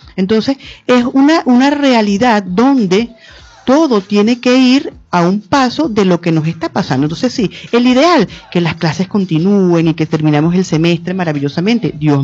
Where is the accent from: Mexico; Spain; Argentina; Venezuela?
Venezuela